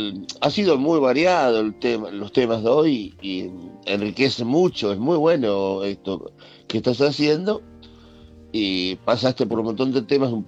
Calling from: Villa Ballester, Buenos Aires Province, Argentina; Hola Jorge … de Villa Ballester.

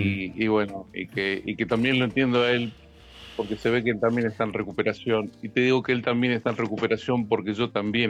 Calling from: Zapala, Neuquén, Argentina; Yo soy de Zapala, Neuquén.

